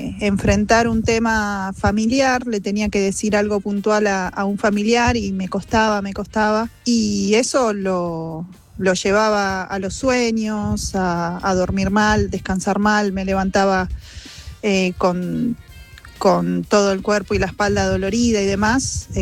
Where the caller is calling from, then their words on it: Buenos Aires, Argentina; de Núñez.